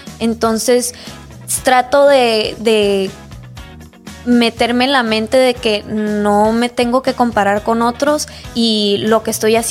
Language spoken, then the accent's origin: Spanish; Mexico; es algo que me enorgullece porque pues obviamente soy mexicana.